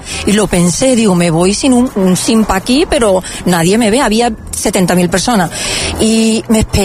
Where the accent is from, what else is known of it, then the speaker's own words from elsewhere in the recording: Málaga, Andalusia, Spain; La toalla de la playa, que nosotros somos de Málaga